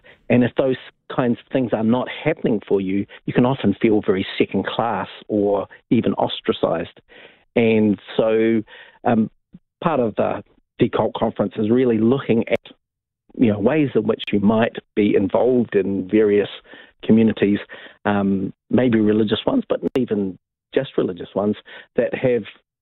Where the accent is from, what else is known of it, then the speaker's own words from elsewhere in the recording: Wellington, New Zealand; also born or lived in Hamilton / Auckland; Well, I grew up in Wellington. My My parents joined the church when I was very young, and I managed to have quite a lovely experience in the church here